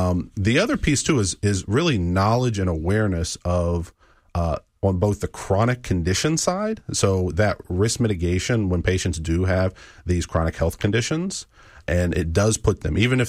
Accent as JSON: {"language": "English", "region": "West Virginia", "country": "United States", "tie": "born or raised there", "said": "Sure, yeah. I grew up in West Virginia. I'm from West Virginia"}